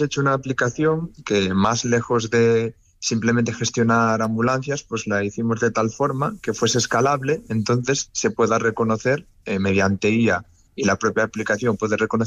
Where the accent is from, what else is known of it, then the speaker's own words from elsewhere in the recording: Galicia, Spain; nosotros que somos de Galicia, por ejemplo, de noche no tienes acceso al servicio de emergencias de la aldea en la que vives